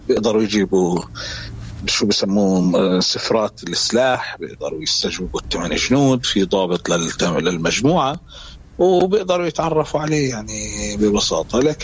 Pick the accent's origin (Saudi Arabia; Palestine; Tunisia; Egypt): Palestine; نحن كفلسطينيين